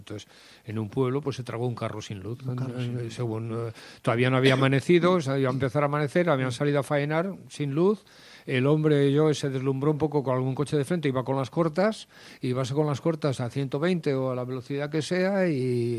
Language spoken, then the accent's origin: Spanish; Madrid, Community of Madrid, Spain; moved away as an adult; also born or lived in France / San Sebastián; Pues en el año 83, yo ya volví a Madrid, el 84.